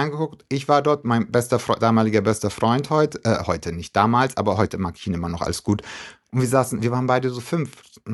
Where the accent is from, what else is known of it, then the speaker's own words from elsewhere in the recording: Rothenburg ob der Tauber, Bavaria, Germany; Ich glaube, so einen Albtraum hatte ich bei uns in Rotenburg, ob der Taube, also wo ich herkomme, ursprünglich.